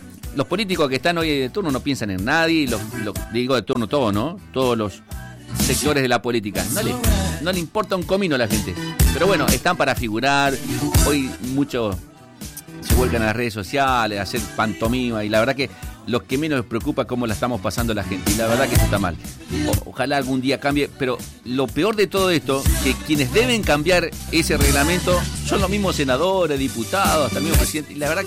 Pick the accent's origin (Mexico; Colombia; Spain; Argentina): Argentina; Nosotros se lo permitimos, como argentinos se lo permitimos.